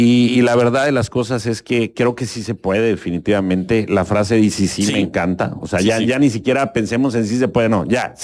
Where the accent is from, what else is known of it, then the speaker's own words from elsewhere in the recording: Tapachula, Chiapas, Mexico; yo soy de Tapachula, ¿no? Aquí nací